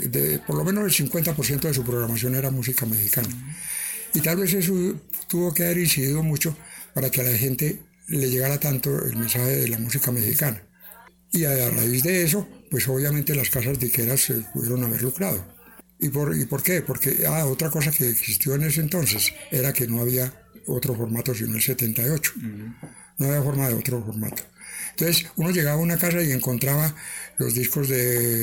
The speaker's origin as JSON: {"language": "Spanish", "town": "Pereira", "region": "Risaralda", "country": "Colombia", "tie": "born or raised there", "moved": "yes", "lives_now": "Bogotá, Colombia", "said": "cuando llegué a Bogotá en los años 62, la primera vez que estuve en Bogotá, cuando me vine de mi pueblo, Pereira"}